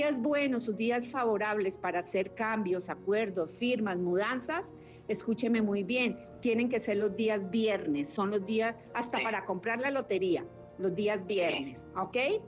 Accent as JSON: {"language": "Spanish", "country": "Mexico", "said": "Muy bien, yo soy mexicana, estoy, como le digo, tengo 30 años de experiencia."}